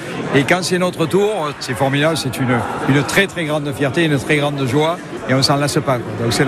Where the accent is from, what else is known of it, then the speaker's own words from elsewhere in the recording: Montpellier, Occitanie, France; Moi, je suis montpelliérain, j'ai fait toute ma vie à Montpellier